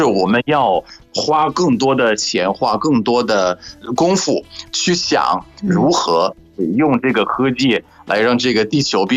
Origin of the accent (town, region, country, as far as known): Egypt; Chinese is a second language